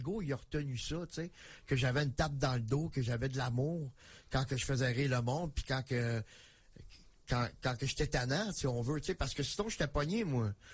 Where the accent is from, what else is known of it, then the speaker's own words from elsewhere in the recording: Montreal, Quebec, Canada; Donc, je suis né à Montréal. Je viens de Montréal, mais j'ai grandi à Pierrefonds, dans l'Ouest Island. Donc, c'est là que j'ai vécu ma jeunesse.